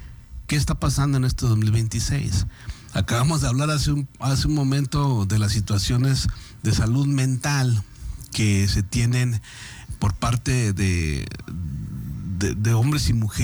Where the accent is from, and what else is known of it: Mexico